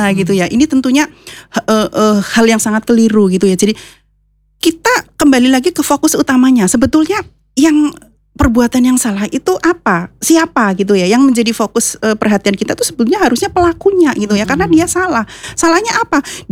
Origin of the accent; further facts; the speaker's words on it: Purwojati, Central Java, Indonesia; now in Purwokerto, Indonesia; Cuma saya sudah tinggal di stay di Purwokerto sekarang ini, tapi saya aslinya dari Purwojati.